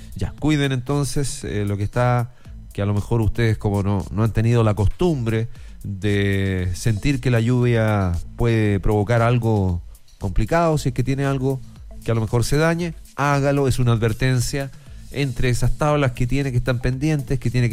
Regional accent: Valparaíso, Chile; born there; moved away; el Valparaíso debe ser, porque yo nací ahí en el Paradero Nuevo un 16 de septiembre de 1975 en el Hospital Aníbal.

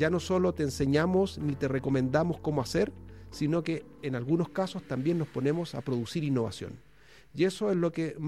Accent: Valparaíso, Chile; yo soy por un lado oriundo de la zona, soy porteño, wanderino

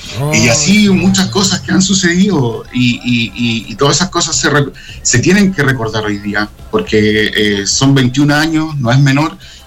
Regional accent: Valparaíso, Chile; todos los que somos de acá del Paraíso, en la Ritoque.

